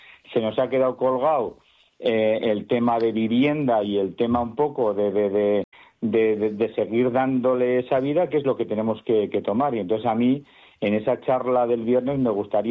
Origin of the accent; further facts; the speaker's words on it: Navarre, Spain; Somos el pueblo de Navarra que más bodegas tiene por habitante, somos 450 habitantes, tenemos 5 bodegas